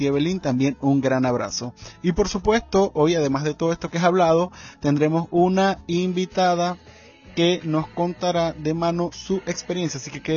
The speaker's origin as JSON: {"language": "Spanish", "town": "Maturín", "region": "Monagas", "country": "Venezuela", "lives_now": "Zulia, Venezuela", "said": "realmente yo soy de Maturín, Estado Monagas, un oriental aquí trabajando y llevando la misión del día a día en el Zulia"}